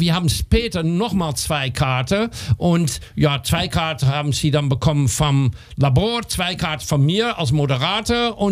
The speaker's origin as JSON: {"language": "German", "town": "Amsterdam", "region": "North Holland", "country": "Netherlands", "said": "Ich komme aus Amsterdam."}